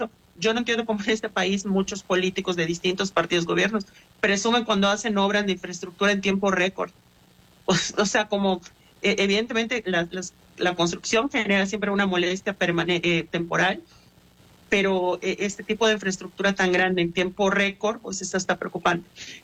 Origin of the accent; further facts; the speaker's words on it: Yucatán, Mexico; now in Monterrey, Mexico; Yucatán, pero vivo en Monterrey.